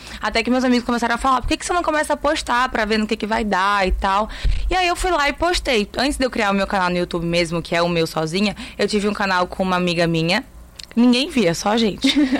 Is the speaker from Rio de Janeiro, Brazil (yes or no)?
yes; Campos dos Goytacazes, Rio de Janeiro, Brazil; moved away as an adult; also born or lived in São Paulo; now in Fortaleza, Brazil; eu sou campista. Eu sou do interior do Rio de Janeiro, em Campos dos Goytacazes. Eu nasci lá a vida inteira, fiquei até 18 anos. É uma cidade que fica a umas 4 horas do Rio, nem é tão perto, não tem praia. Mas a gente gosta, tem aquele climinha de interior que todo mundo se conhece